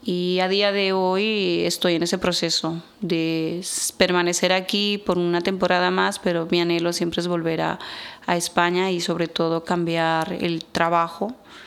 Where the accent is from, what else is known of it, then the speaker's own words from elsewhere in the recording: Ecuador; now in Spain; Mi ciudad natal es Ecuador y yo llevo mucho tiempo de fuera de Ecuador.